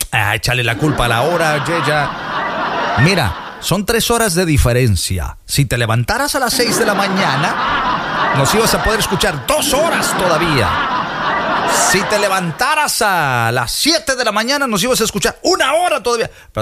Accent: Veracruz, Mexico; soy de oro, soy jarocho, soy chavo ruco.

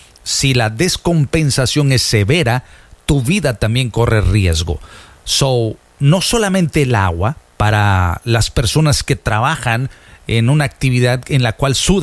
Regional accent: Veracruz, Mexico; Yo soy jarocho.

